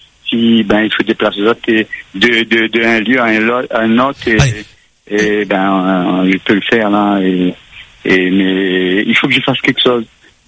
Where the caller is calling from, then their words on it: Saint-Pierre, Réunion; Non, j'habite à Saint-Pierre, pas loin.